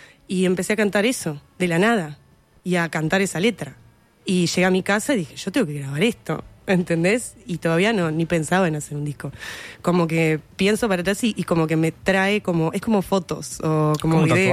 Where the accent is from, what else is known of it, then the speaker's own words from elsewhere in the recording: Montevideo, Uruguay; also born or lived in Reducto / Arroyo Seco, Montevideo; Del Cerro. Ahí nací y viví hasta los 7 años, 8 más o menos.